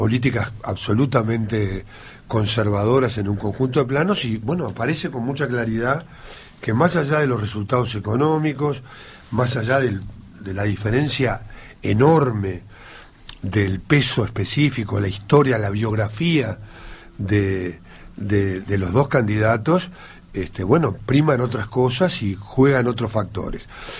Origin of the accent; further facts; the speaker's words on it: Uruguay; yo como uruguayo estoy pendiente